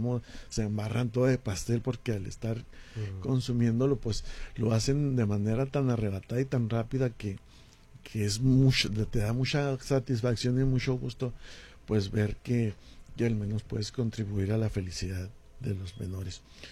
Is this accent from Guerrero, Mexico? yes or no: no; Ciudad Juárez, Chihuahua, Mexico